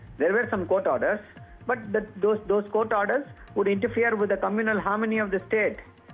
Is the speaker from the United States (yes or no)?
no; South India, India; being an Indian from South or a South Indian